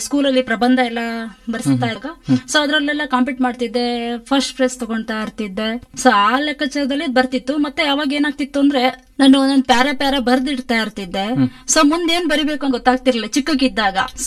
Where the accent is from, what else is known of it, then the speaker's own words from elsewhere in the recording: Ripponpet, Karnataka, India; ಅಂದ್ರೆ ನಾನು ಹುಟ್ಟಿದ್ದೆಲ್ಲ ರಿಪ್ಪನ್ಪೇಟೆ, ಬೆಳೆದಿದ್ದು ಕೂಡ ರಿಪ್ಪನ್ಪೇಟೆ, ಅಂದ್ರೆ ಎಜುಕೇಶನ್ ಎಲ್ಲದೂ ಕೂಡ ಮಲೆನಾಡಲ್ಲೇನೆ.